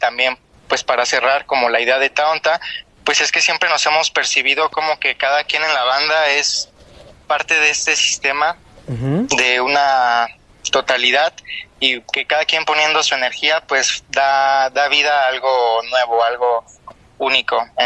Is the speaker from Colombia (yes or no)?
no; Mexico City, Mexico; Somos de la Ciudad de México, justo estamos por Iztapalapa.